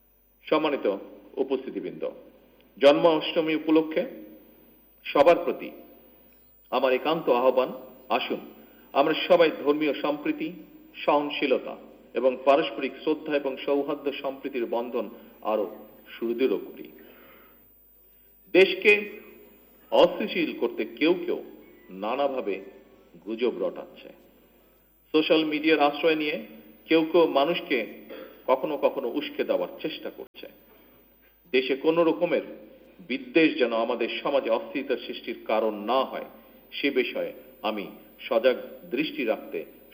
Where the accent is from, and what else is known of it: Bangladesh